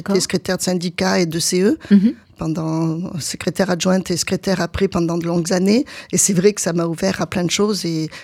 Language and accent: French; Valence, Auvergne-Rhône-Alpes, France; also born or lived in Grenoble / Lyon; now in Romans-sur-Isère, France; je suis née à Valence, j'y ai vécu jusqu'à mes 22 ans. Après j'ai fait des études à Grenoble.